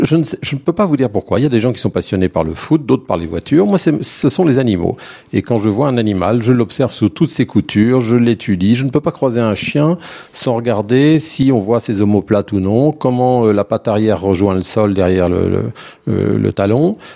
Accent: Rennes, Brittany, France; j'étais encore lycéen à Rennes, où je suis né à Rennes en Bretagne.

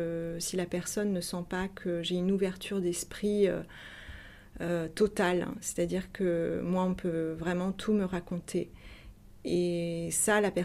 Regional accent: Aix-en-Provence, Provence-Alpes-Côte d'Azur, France; also born or lived in Canada; je ne suis pas restée au Canada, je suis retournée là où j'ai grandi dans ma petite enfance, c'est-à-dire autour d'Aix-en-Provence.

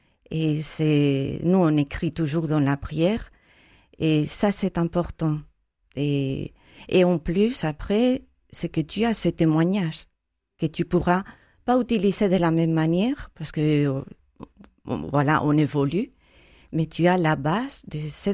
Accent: Spain; French is a second language; Et moi je dis, si je suis espagnole et je peux le faire, vous pouvez le faire vous.

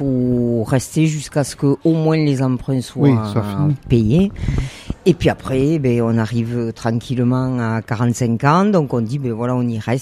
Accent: Lourdes, Occitanie, France; born there; moi je suis née à Lourdes.

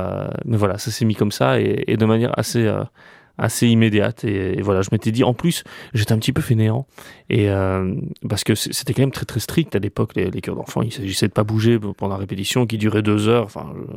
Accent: Brussels, Belgium; moi je suis bruxellois

